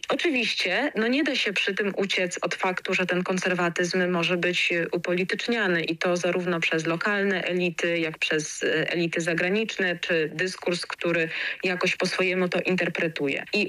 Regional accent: Vilnius County, Lithuania; my też nie przyjechaliśmy z Polski, tylko od pokoleń tutaj mieszkamy.

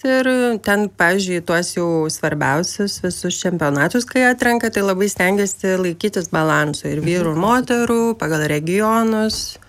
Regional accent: Vilnius, Vilnius County, Lithuania; Iš tikrųjų, aš užaugau Aklųjų rajone Vilniuje. Ir va, jis visai netoli LRT yra.

